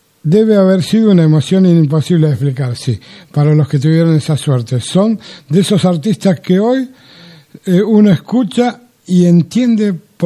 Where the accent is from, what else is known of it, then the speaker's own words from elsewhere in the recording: San Miguel, Buenos Aires Province, Argentina; gente de mi pueblo, de San Miguel, Buenos Aires